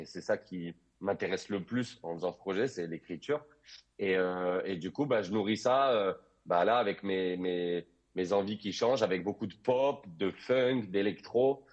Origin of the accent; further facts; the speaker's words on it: Toulouse, Occitanie, France; Alors, moi, je suis né à Toulouse, j'ai grandi à Toulouse et je suis toujours à Toulouse. J'ai 31 ans.